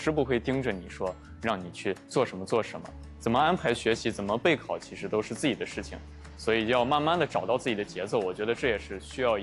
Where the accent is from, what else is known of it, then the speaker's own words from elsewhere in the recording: Shaanxi, China; moved away as an adult; now in southern China; 我是陕西的考生，对，然后第一次来到南方生活